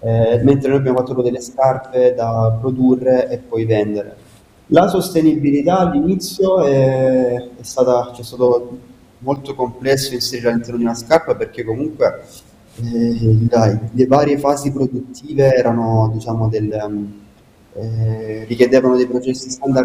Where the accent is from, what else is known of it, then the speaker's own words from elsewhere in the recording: Casarano, Apulia, Italy; sia io che Marco siamo nati e cresciuti a Caserano